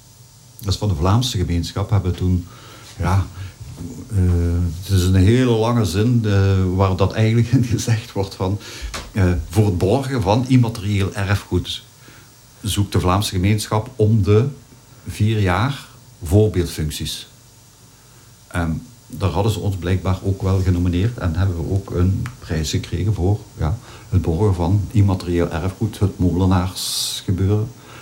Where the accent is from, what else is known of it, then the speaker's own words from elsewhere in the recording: North Brabant, Netherlands; Ja, dat is eigenlijk. We komen uit de Maasland. En Rauwen Heijzen is ook uit de Maaskant, maar dan aan de andere kant van de Maas.